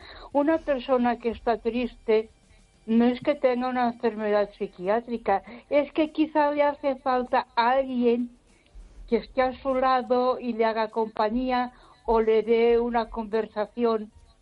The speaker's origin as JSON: {"language": "Spanish", "town": "Ponferrada", "region": "Castile and León", "country": "Spain"}